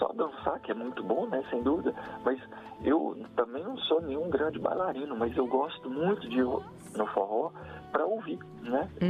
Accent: Minas Gerais, Brazil; Eu e a Bárbara, sim, somos de Minas, né?

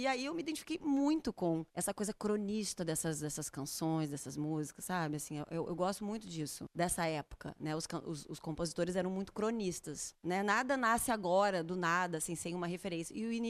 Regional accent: Rio Grande do Sul, Brazil; Eu vim do Rio Grande do Sul.

